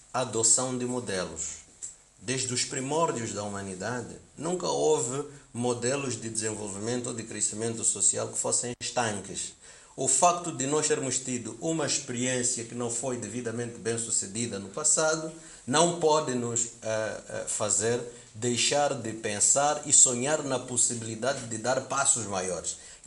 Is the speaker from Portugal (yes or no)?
no; Mozambique; nós confiamos na nossa própria capacidade interna como moçambicanos